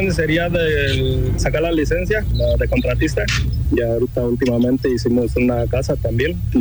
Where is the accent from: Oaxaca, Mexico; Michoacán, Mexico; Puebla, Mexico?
Michoacán, Mexico